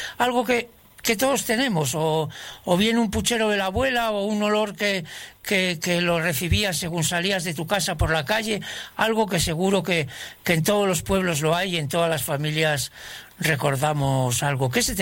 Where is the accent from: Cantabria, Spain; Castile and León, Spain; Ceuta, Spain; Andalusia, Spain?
Cantabria, Spain; Laredo; A mí me pasa lo mismo, pero en Laredo, en Cantabria.